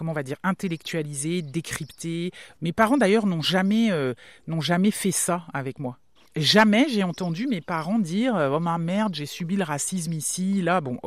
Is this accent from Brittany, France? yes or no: yes; Saint-Coulitz, Brittany, France; En vrai, je viens de Saint-Coulis. Oui, mais t'es né où ? À Brest.